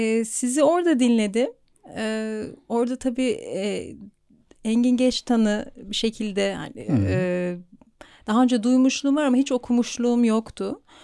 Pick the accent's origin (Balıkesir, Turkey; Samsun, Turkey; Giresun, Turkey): Samsun, Turkey; also born or lived in Istanbul; Samsunluyum